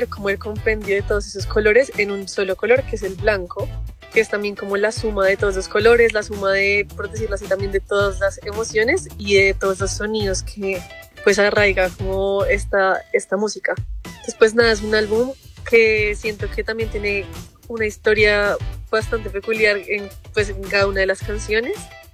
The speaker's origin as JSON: {"language": "Spanish", "region": "Bogotá", "country": "Colombia", "said": "Soy de Bogotá, de Colombia"}